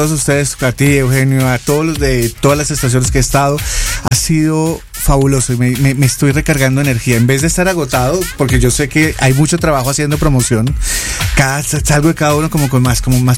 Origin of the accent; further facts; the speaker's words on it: Colombia; Y venimos acá y a ustedes les gusta el acento colombiano.